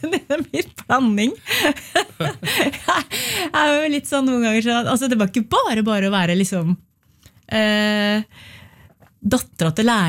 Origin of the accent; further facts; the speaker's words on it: Re, Vestfold, Norway; Men jeg vokste opp I Re kommune på landet, utenfor Tønsberg.